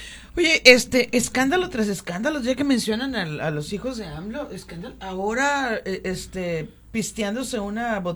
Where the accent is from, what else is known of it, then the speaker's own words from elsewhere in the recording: Mexico City, Mexico; born there; Nací en la Ciudad de México, me registraron en Magdalena